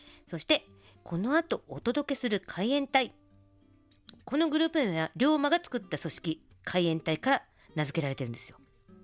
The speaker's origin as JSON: {"language": "Japanese", "region": "Tohoku", "country": "Japan", "tie": "born or raised there", "moved": "yes", "said": "私やっぱり東北出身なのもの"}